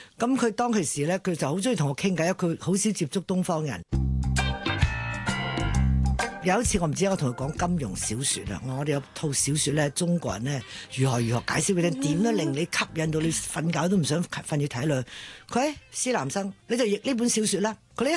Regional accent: Hong Kong; born there; 我哋屋企係上海嚟嘅，即係我喺香港出世，但我屋企本來喺上海做廠，因為咁當其時嚟香港亦都開廠

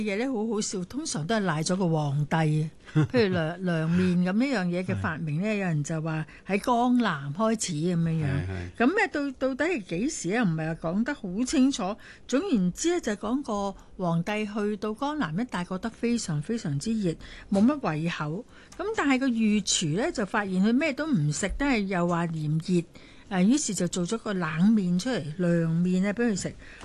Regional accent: Hong Kong; 我哋由小时候喺香港过嘅夏天

